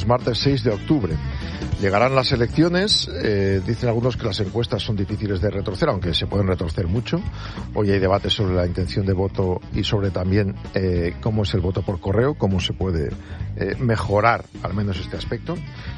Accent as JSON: {"language": "Spanish", "region": "Castile and León", "country": "Spain", "tie": "born or raised there", "said": "Por ejemplo, en mi pueblo, en Burgos, un pueblo pequeñito, por 200 euros tienes un piso alquilado."}